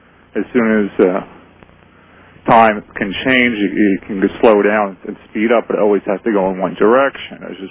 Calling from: Philadelphia, Pennsylvania, United States; I'm from Philadelphia

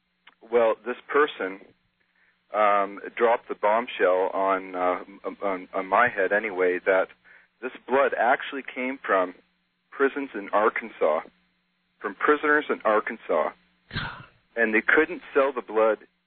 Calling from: Canada; I'm calling from Canada. I'm listening to you on CJOB.

